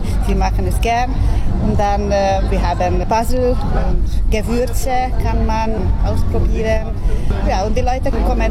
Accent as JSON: {"language": "German", "town": "Kaposvár", "region": "Somogy", "country": "Hungary", "said": "Ja, wir kommen aus Kaposvár. Wir vertreten die Selbstverwaltung von Kaposvár."}